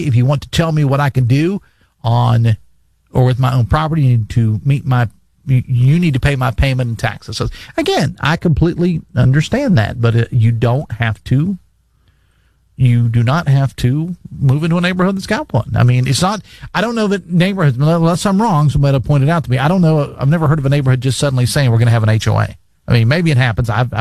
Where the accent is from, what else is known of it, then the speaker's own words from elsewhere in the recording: West Virginia, United States; I love this town that I grew up in. I lived in two different communities, areas growing up in Logan County. One was in the Mann area, or as it's known, the Tridelphia area, and also in the Logan area.